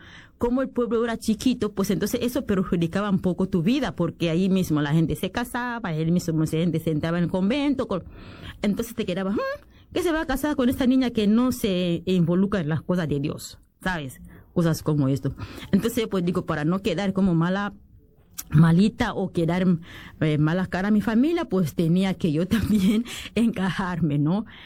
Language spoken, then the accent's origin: Spanish; DR Congo; moved away; yo vengo de un pueblo así pequeñito y había mucha necesidad de seguir como atendiendo a las personas. Y en mi país, que es la República Democrática del Congo